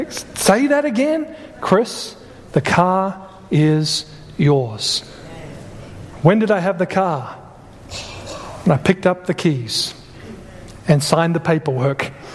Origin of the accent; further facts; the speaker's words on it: Australia; moved away as an adult; And I was here from Australia. I came when I was 19.